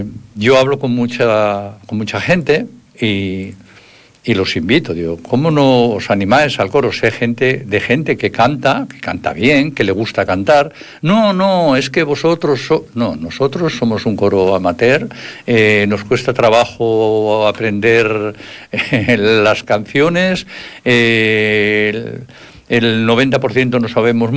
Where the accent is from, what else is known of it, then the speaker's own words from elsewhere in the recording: Piloña, Asturias, Spain; que cada vez somos menos de Piloña